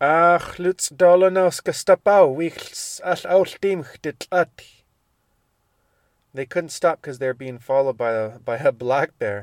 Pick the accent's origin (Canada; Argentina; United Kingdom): Canada; Hazelton, British Columbia; Except I grew up in Hazleton